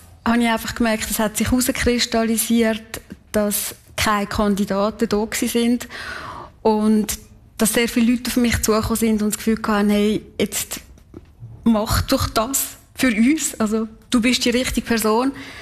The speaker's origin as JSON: {"language": "German", "town": "Kaltbrunn", "region": "St. Gallen", "country": "Switzerland", "tie": "born or raised there"}